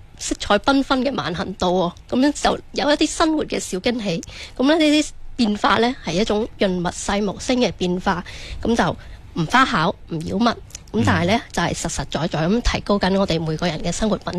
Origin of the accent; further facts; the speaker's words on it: Foshan, Guangdong, China; 我们佛山人